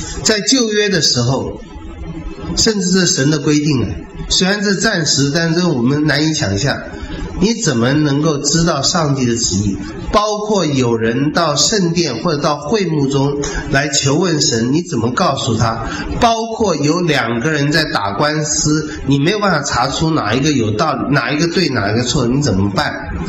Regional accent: China; 这我们中国人都是人在人家觉得可以的事上就好了

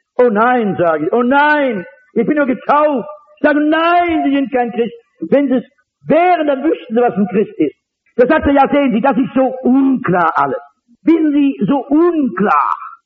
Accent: North Rhine-Westphalia, Germany; Bei uns im Ruhrgebiet gibt es ja tolle Industriekapitäne.

